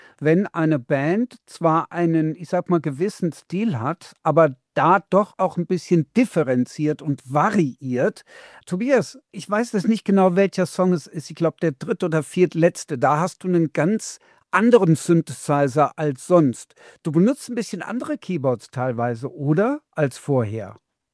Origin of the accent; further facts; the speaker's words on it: Trier, Rhineland-Palatinate, Germany; weil ich komme aus Trier.